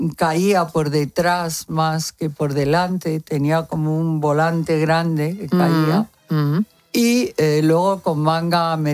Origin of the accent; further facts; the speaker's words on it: Spain; claro que lo veo, pero ¿cómo no lo voy a ver si soy española a muerte?